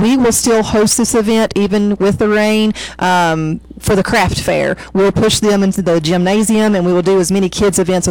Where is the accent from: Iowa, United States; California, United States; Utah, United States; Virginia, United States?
Virginia, United States; Lee County; moved away; Oh, I'm not from here originally. I am from Lee County, Virginia, and I was a principal and in central office there as well.